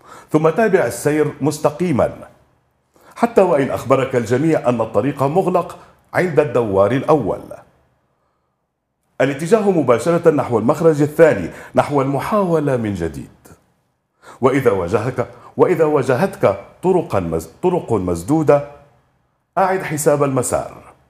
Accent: Syria; بالنهاية نحن موجودين سوريين منحب هاي البلد كتير

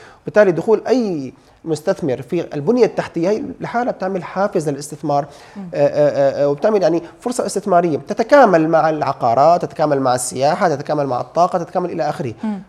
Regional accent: Syria; لو بدنا تمويل كسوريين

